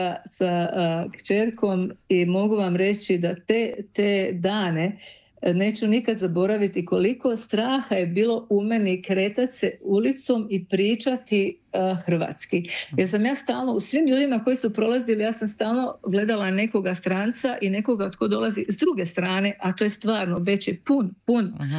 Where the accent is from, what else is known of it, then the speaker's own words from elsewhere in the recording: Croatia; now in Vienna, Austria; ja sam iz Hrvatske, ja sam sa djetetom, sa kćerkom sam pričala samo engleski na ulici.